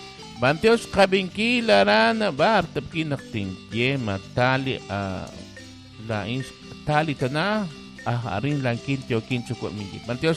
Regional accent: Livingston, Izabal, Guatemala; Soy de Río Dulce, aldea Sevilla, Livingston, Isabel

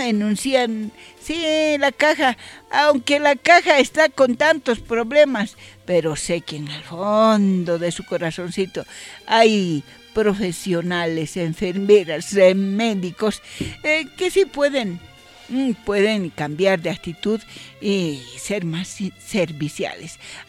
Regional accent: Bolivia; somos bolivianos

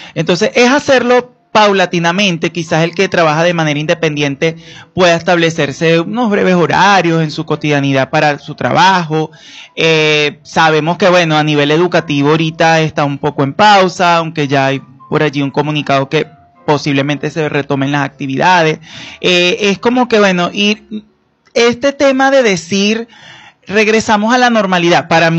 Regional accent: Venezuela; esa resiliencia que nos ha caracterizado como venezolanos

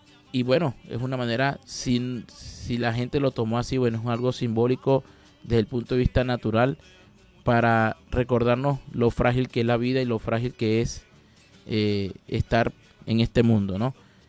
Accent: Venezuela; Y así somos todos los venezolanos

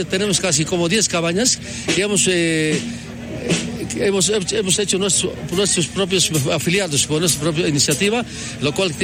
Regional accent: Bolivia; Con esta crisis que estamos pasando nosotros como bolivianos.

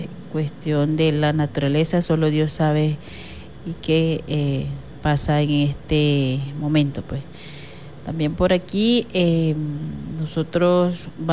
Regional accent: Venezuela; los pueblos originarios de este municipio también pues damos esa solidaridad como hermandad, como venezolanos que somos.

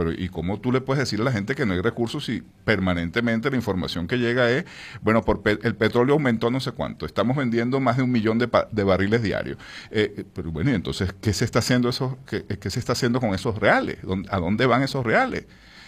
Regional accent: Paracotos, Miranda, Venezuela

